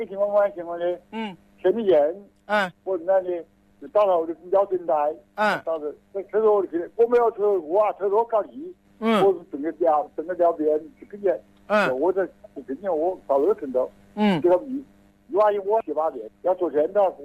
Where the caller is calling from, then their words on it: Wuhan, Hubei, China; 我是江夏区的，我是江夏区志望生